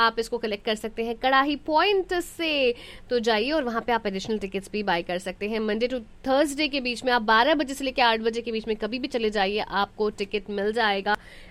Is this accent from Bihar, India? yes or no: yes; Bihar, India; और मैं बिहार से हूँ तो थोड़ा सा बिहार वाला मुझे बहुत ज़्यादा इस टाइम पे याद आता है